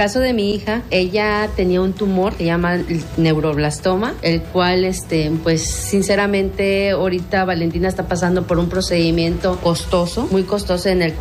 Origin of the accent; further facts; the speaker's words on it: Campeche, Mexico; yo soy de acá de Campeche, y trato de apoyar a los papás de fuera